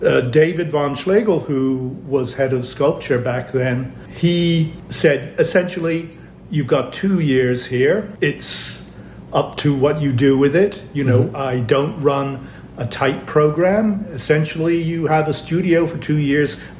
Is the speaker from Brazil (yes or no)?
no; Ireland; also born or lived in England; And I was born in Ireland.